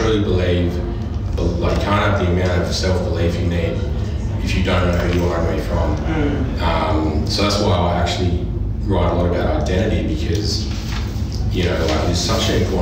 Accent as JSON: {"language": "English", "town": "Kalgoorlie", "region": "Western Australia", "country": "Australia", "tie": "born or raised there", "moved": "as an adult", "lives_now": "Adelaide, Australia", "said": "I grew up on the west coast on Wurundjeri country, Shirley Bay, Sojourner. My mom was Wongatha, so I grew up in Kalgoorlie. Went back and lived on country after school, and then came to Adelaide to study."}